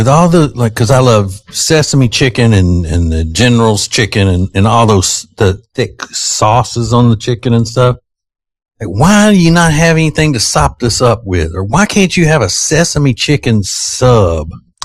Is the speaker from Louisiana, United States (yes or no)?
yes; Winfield, Louisiana, United States; moved away; We didn't have Chinese food growing up in Winfield, Louisiana. They didn't get a Chinese restaurant in Winfield and, you know, until after I was grown and gone, as they say.